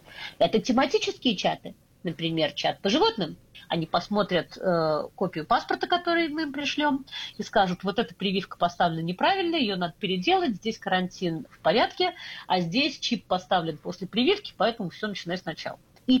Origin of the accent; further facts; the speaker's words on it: Moscow, Russia; first language Russian; moved away; also born or lived in Lviv; я изначально русскоговорящий человек, я родилась и выросла в Москве, но все свое детство я провела во Львове каждое лето у бабушки с дедушкой, то есть для меня украинский язык не звучит сложно. Я не говорю, но я, конечно, понимаю обращенную речь.